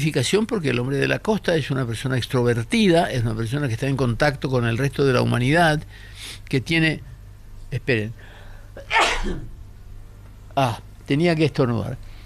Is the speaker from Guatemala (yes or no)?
no; Paraguay; a mí también me dicen: pero vos no hablas como paraguayo. Yo creo que sí. El problema es que yo hablo distinto.